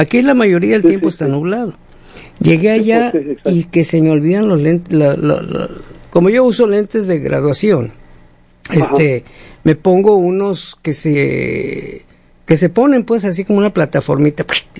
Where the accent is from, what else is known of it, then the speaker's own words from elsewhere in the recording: Hermosillo, Sonora, Mexico; now in Washington, United States; Soy de Hermosillo, Sonora, México, ¿sí?